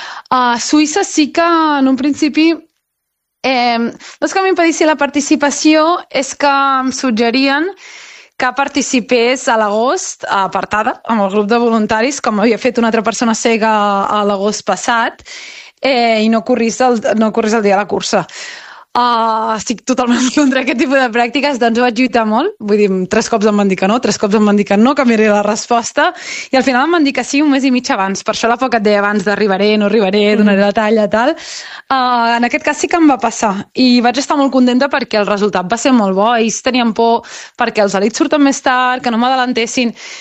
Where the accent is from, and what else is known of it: Vilassar de Mar, Catalonia, Spain